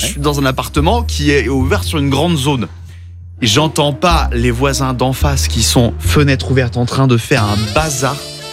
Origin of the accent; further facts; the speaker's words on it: West France, France; now in Alsace, France; J'emménage ici, je viens de l'Ouest, c'était en août dernier.